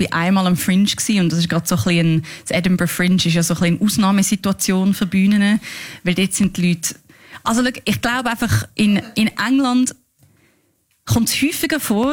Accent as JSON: {"language": "German", "country": "Switzerland", "tie": "born or raised there"}